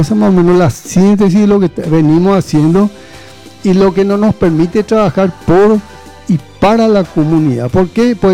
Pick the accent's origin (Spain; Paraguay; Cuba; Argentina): Paraguay; soy un ciudadano paraguayo